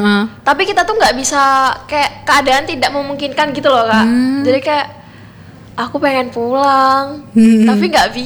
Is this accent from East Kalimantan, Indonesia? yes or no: yes; Samarinda, East Kalimantan, Indonesia; Aku kan dari Samarinda nih, mm-hmm. Dari Samarinda pakainya ya bahasa Indonesia dong, bahasa Indonesia